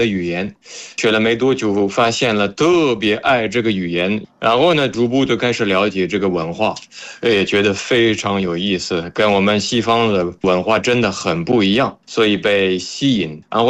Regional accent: France; Chinese is a second language; 我是法国人，然后法文名字

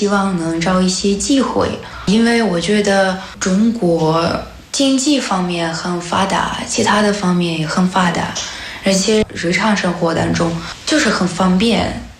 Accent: Russia; Chinese is a second language; moved away as an adult; now in Changchun, China; 我来自美丽的俄罗斯延赞市，现在我在长春大学读研究生研二。

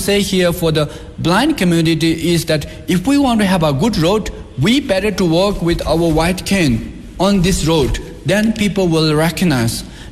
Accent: Tibet, China; when I say I'm from Xizang, they will think like, wow, this is number one.

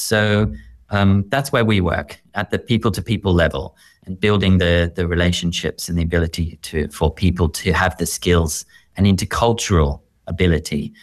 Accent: Melbourne, Victoria, Australia; My first experience of something like that was when I grew up in Australia. You might hear it a little bit in my accent, but, you know, in the edge of Melbourne, in a small little suburb.

